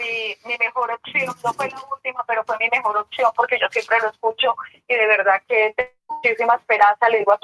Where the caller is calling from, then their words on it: Madrid, Cundinamarca, Colombia; De Madrid, Cundinamarca.